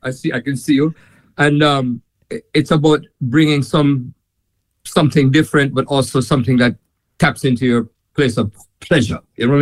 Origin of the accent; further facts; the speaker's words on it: Jamaica; And they say, where are you from? And I said, Jamaica.